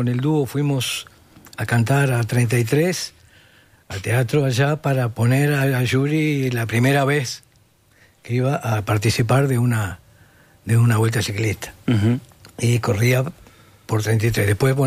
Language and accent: Spanish; Florida, Uruguay; born there; yo soy nacido en Florida.